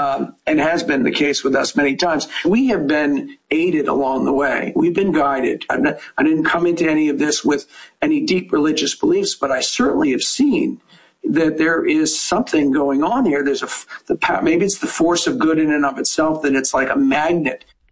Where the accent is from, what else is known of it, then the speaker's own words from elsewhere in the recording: Massachusetts, United States; Obviously, I'm from Massachusetts.